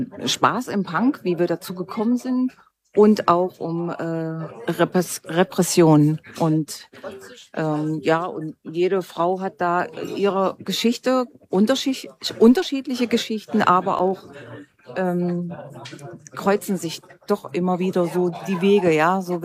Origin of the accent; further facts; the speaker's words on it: Halle, Saxony-Anhalt, Germany; Ich komme aus Halle